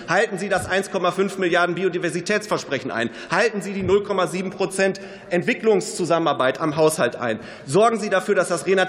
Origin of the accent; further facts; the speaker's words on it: North Rhine-Westphalia, Germany; Ich komme aus Nordrhein-Westfalen. Der Rhein ist die wichtigste Wasserstraße in unserem Bundesland.